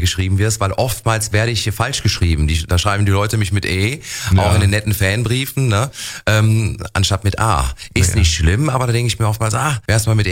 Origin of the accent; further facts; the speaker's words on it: North Rhine-Westphalia, Germany; accent: Rhineland (Kölsch); Also ich kann nie verstecken, woher ich komme. Ich versuche Hochdeutsch zu sprechen, aber ich falle dann doch immer wieder in dieses Rheinländische.